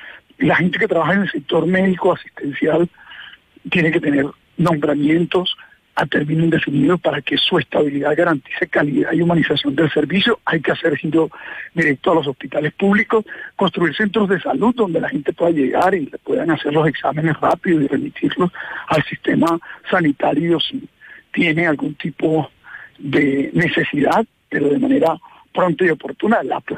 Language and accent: Spanish; Caribbean Region, Colombia; somos del Caribe colombiano